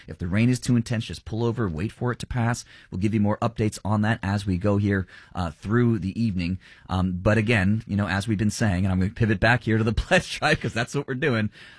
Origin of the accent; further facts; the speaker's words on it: Montville, New Jersey, United States; I'm from Montville, New Jersey. That's right next door to Booton.